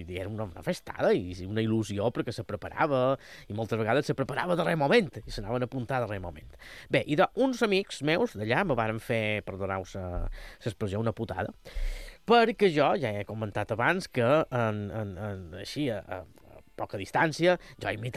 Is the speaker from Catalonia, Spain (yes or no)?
no; Banyalbufar, Balearic Islands, Spain